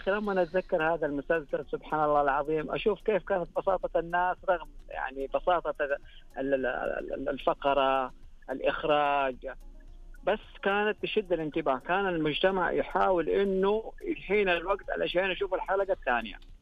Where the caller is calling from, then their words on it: Medina, Medina Province, Saudi Arabia; أنا أكلمكم من المدينة المنورة